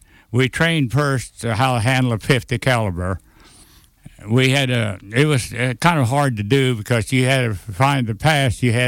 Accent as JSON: {"language": "English", "town": "Dalhart", "region": "Texas", "country": "United States", "said": "because I come from Dalhart, Texas, right through the wheat country."}